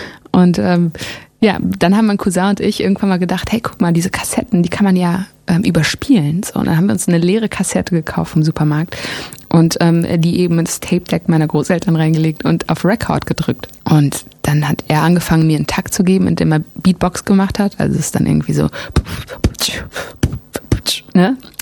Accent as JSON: {"language": "German", "town": "Frankfurt am Main", "region": "Hesse", "country": "Germany", "tie": "born or raised there", "first_language": "German", "said": "Ich bin in Frankfurt am Main geboren, richtig."}